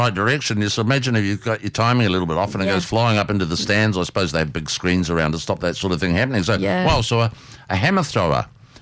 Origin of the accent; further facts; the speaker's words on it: New Zealand; I'm sort of more of a rugby man growing up in New Zealand, but I did play one season of soccer